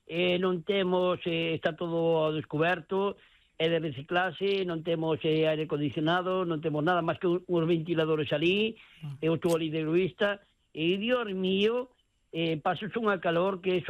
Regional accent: Santiago de Compostela, Galicia, Spain; eu me criei no Cruceiro da Coruña, que daquela ali había un montón de fincas

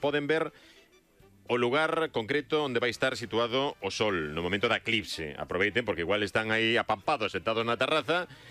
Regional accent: A Estrada, Galicia, Spain; Bos días, eu son da Estrada e imos ver a eclipse dende Pico Sacro.

